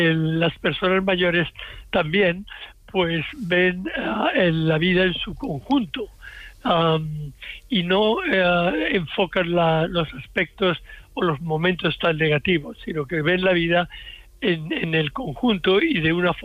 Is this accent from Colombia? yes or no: no; Seville, Andalusia, Spain; born there